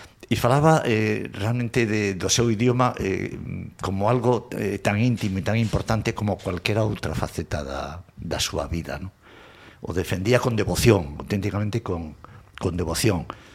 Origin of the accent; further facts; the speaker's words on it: Vigo, Galicia, Spain; first language Spanish; na miña casa se falaba básicamente en castelán, nos xesuitas de Vigo, onde estuve 11 años, se falaba absolutamente en castelán